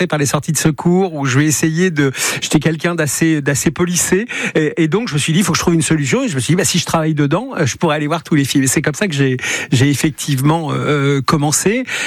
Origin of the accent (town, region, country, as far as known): Elbeuf, Normandy, France; born or raised there